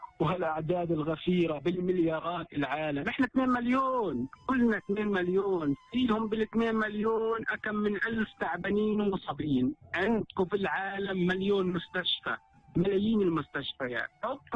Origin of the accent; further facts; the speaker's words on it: Palestine; انا فلسطيني وعندي رئيس وعندي منظمه وعندي دوله